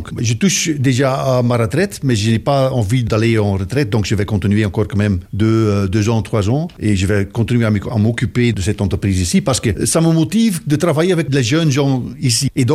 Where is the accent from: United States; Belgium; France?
Belgium; moved away as an adult; now in Slovakia; je viens de Belgique.